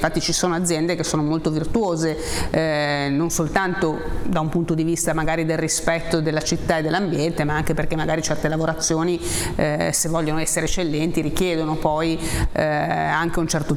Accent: Genoa, Liguria, Italy; Noi siamo genovesi

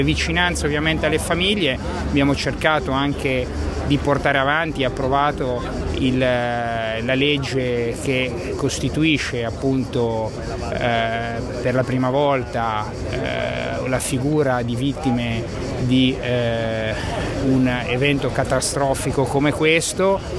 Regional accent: Genoa, Liguria, Italy; io sono qua presente, dal 2014, sono membro di governo, sono di Genova

